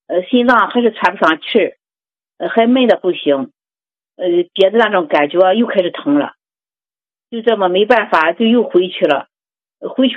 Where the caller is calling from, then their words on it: Jinan, Shandong, China; 王老师，我是济南淮阴区的，今年63了。